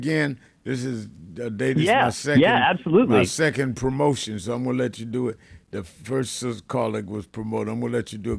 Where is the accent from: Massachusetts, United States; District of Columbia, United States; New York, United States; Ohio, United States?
New York, United States; I was born and raised in New York, but my mother would go to Alabama, her hometown where she was born.